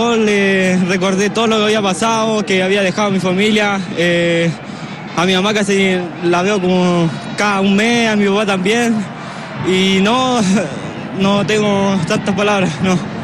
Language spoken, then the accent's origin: Spanish; Pucón, Araucanía, Chile; A toda la gente de Pucón, a todos los quiero mucho.